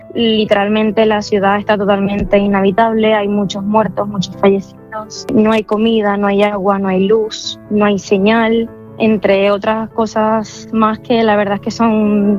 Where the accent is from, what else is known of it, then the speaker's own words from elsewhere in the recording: Venezuela; now in Spain; Valencia, que es un estado que se encuentra en mi país.